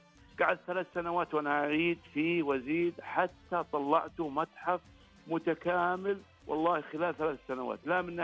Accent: Ha'il, Ha'il Province, Saudi Arabia; فالتراث العمراني والترميم هذا مهم عندنا منطقة حائل.

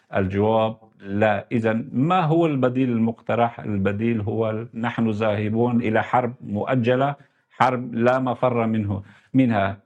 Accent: Kobani, Aleppo Governorate, Syria; أنا أتحدث كوني ككردي ومطلع يعني على سبيل المثال من منطقة كوباني

